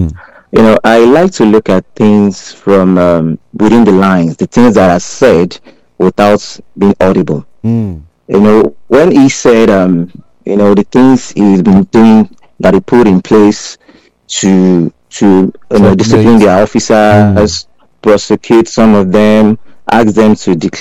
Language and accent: English; Nigeria; That is the problem for us as a Nigerian.